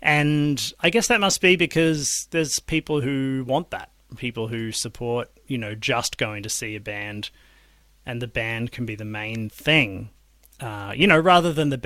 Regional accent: Sydney, New South Wales, Australia; I mean, I grew up in Sydney, so that was my experience.

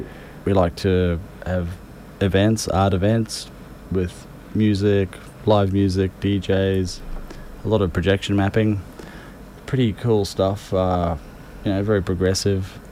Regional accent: Moerewa, Northland, New Zealand; now in Brisbane, Australia; I am from New Zealand

